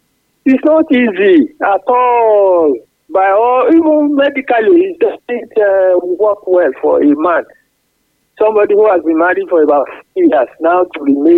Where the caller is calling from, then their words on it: Apete, Oyo, Nigeria; from Apete.